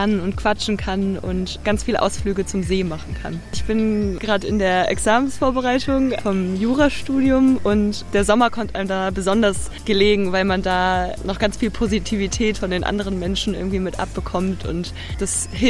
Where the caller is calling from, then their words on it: Leipzig, Saxony, Germany; ich komme aus Leipzig